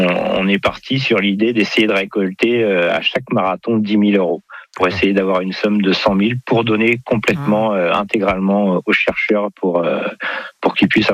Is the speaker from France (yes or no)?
yes; Normandy, France